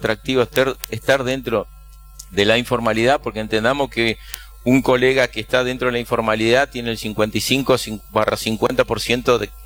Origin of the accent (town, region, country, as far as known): Argentina